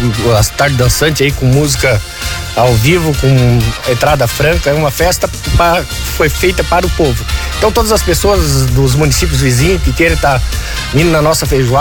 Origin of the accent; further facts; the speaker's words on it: Petrolândia, Pernambuco, Brazil; Nascemos aqui na Barra Nova, sendo criado aqui, amamos esse município